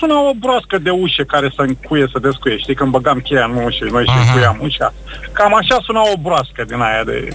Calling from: Galați, Galați County, Romania; Din Galați.

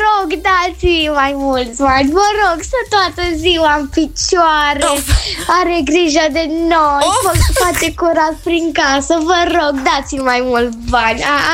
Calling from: Moșnița Veche, Timiș County, Romania; din Oșnița Veche, am 9 ani.

